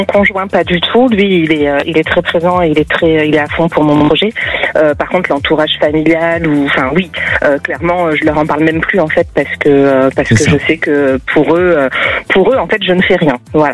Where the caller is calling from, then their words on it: Bayonne, Nouvelle-Aquitaine, France; De Bayonne.